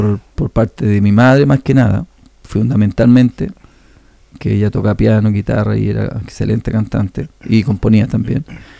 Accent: Santa Cruz, O'Higgins, Chile; yo me crié en esta comuna, soy de acá, soy santacruzano, en mi infancia la pasé en Paniagüe y después me fui a estudiar afuera, pero yo me desarrollé acá, estudié en el IRFE todos mis años de colegiatura.

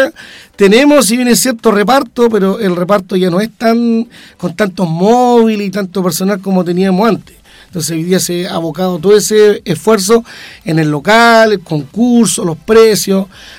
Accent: Talcahuano, Biobío, Chile; somos de Talcahuano, llevamos más de 16 años acá en Talcahuano

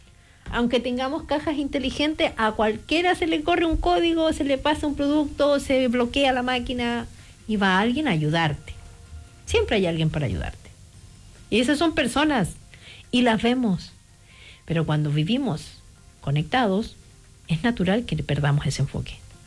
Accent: Aysén, Chile; todos los que somos de Isen y compramos algo por internet sabemos que no va a llegar en los días que nos dice

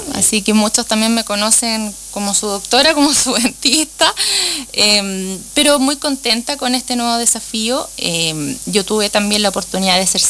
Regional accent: Pirque, Santiago Metropolitan Region, Chile; moved away as an adult; now in Aysén Region, Chile; Yo vengo de Santiago, vengo de Pirque específicamente

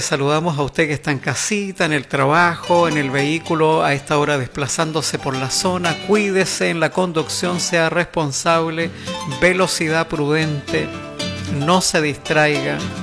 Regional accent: Chile

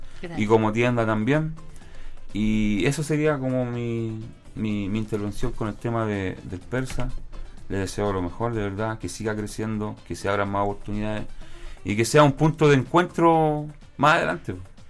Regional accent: Longaví, Maule, Chile; la comuna de Longaví, donde yo soy nacido y criado, en La Conquista … por allá.

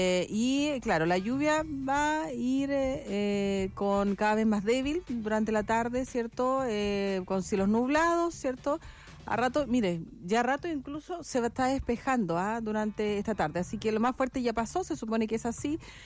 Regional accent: Chile; entre todos somos solidarios, los chilenos lo podemos hacer

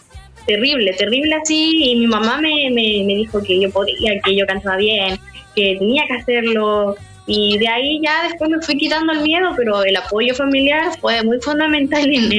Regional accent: Chile; yo soy de aquí, de la comuna del Pisco, el litoral. Aquí vivo muy cerquita de la playa.

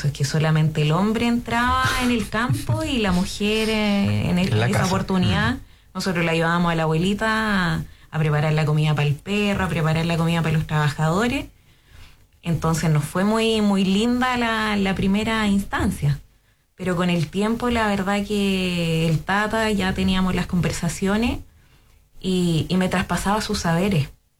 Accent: Araucanía, Chile; Esta región me atrajo después, pero soy oriunda de la Araucanía. Y allá mi abuelo criaba ovejas

